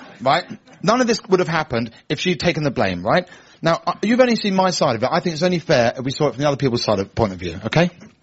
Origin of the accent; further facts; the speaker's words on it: United Kingdom; because I'm British and I'd rather pay for a bowl of nearly new potatoes that I don't want than have to face any form of confrontation.